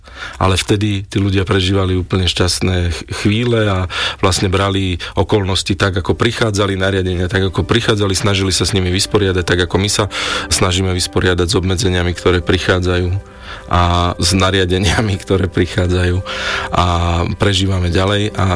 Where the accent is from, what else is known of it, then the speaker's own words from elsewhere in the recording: Prievidza, Trenčín Region, Slovakia; Pochádzam z Prievidze